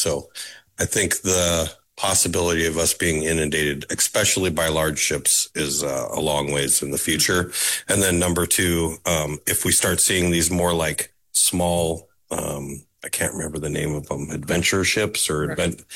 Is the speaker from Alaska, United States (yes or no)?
yes; Sitka, Alaska, United States; I grew up in Sitka. There's a lot of tourism there. The ships all anchored up until 15 years ago.